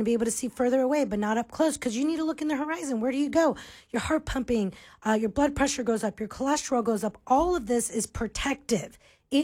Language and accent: English; Florida, United States; moved away; I'm originally from Florida.